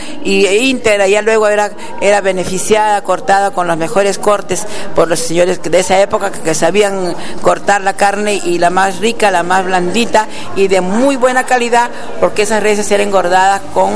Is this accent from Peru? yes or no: yes; Sama, Tacna, Peru; yo soy natural de Sama